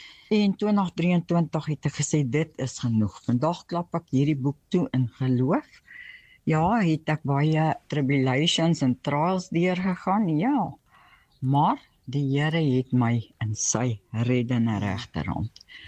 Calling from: Barberton, Mpumalanga, South Africa; van Barberton.

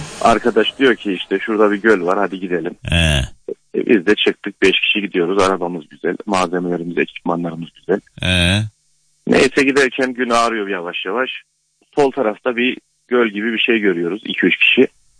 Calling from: Ankara, Turkey; ben Ankara'dan.

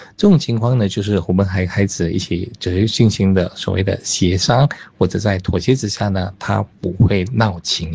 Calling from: Kuala Lumpur, Malaysia

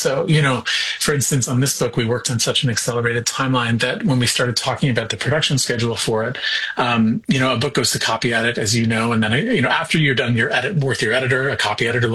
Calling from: Cape Breton, Nova Scotia, Canada; I'm calling you from Cape Breton today.

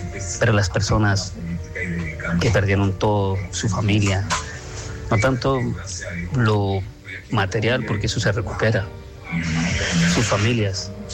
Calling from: Táchira, Venezuela; También soy venezolano, tachirense.

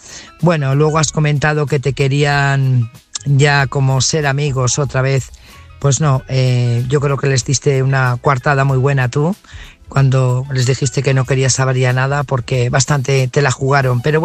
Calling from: Burgos, Castile and León, Spain; corresponsal de Burgos.

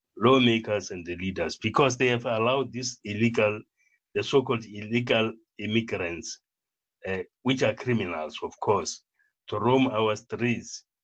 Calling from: Limpopo, South Africa; Good morning, Joanne. … from Limpopo.

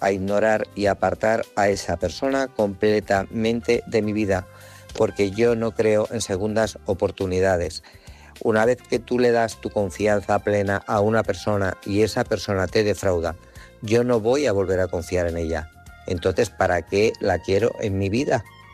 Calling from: Guadalajara, Castilla-La Mancha, Spain; de Guadalajara.

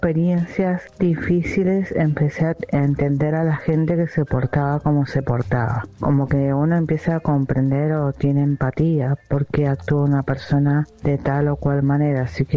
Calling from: Mendoza, Argentina; de Mendoza.

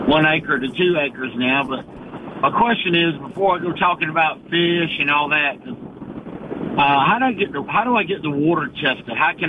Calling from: Lincolnton, Georgia, United States; I'm calling from Lincolnton.

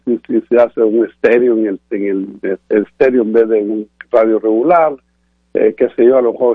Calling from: Mexico; somos los mexicanos, ¿verdad?

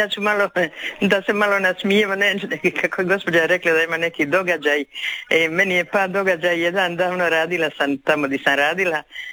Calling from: Zadar, Zadar County, Croatia; ja sam prava Zadranka

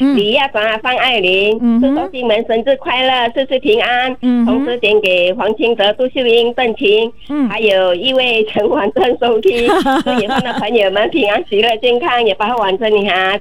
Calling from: Singapore

